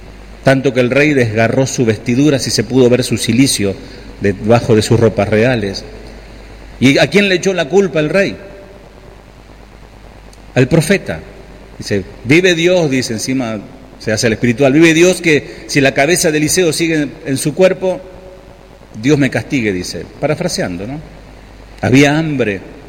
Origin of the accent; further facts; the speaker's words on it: Berazategui, Buenos Aires Province, Argentina; Yo me crié en Berazategui.